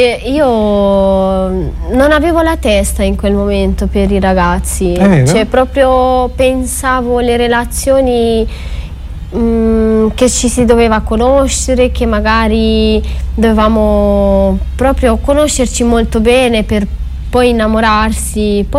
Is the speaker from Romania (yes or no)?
yes; Romania; now in Italy; del mio essere proprio rumena